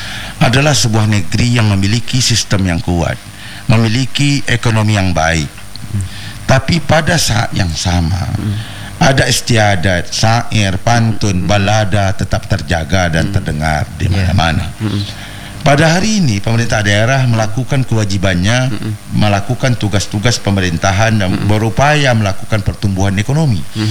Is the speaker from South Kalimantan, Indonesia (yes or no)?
no; Bengkalis, Riau, Indonesia; Budaya kita Melayu yang ada di Bengkalis